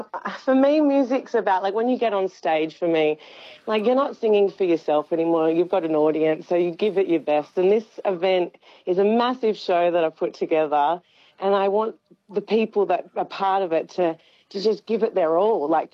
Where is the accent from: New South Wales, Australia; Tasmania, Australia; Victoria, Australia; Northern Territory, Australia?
New South Wales, Australia; Bondi; also born or lived in Canberra; now in Narooma, Australia; I grew up in Bondi, moved to outside a farm in Canberra in around 2010, and then we've just moved to Naruma last year.